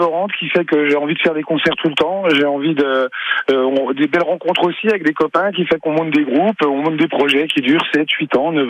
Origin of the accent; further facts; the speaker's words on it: Belfort, Bourgogne-Franche-Comté, France; Belfort, moi je viens de Belfort, du coup, c'est une ville qui bouge beaucoup au niveau musique, avec plein de styles différents.